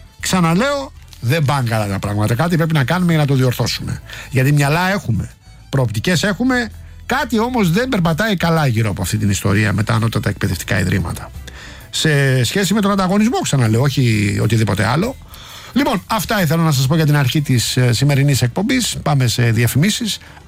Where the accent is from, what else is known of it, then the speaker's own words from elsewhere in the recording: Rafina, Attica, Greece; θα πάμε στη Ραφίνα αργότερα, την πατρίδα μου